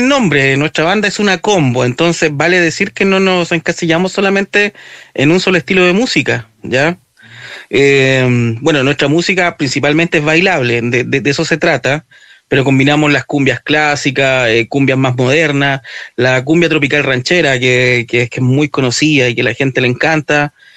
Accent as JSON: {"language": "Spanish", "town": "Monte Águila", "region": "Biobío", "country": "Chile", "said": "somos tres de Monte Águila. pueblito que está cercano a Laja, en la comuna de Cabrero."}